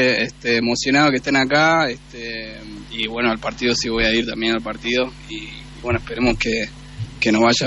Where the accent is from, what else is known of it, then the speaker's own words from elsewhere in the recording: Buenos Aires, Argentina; Ah, vivo acá, pero soy de Buenos Aires.